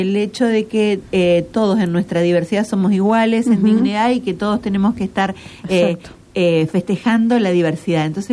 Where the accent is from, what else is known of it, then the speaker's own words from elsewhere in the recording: Argentina; como no somos más que argentinos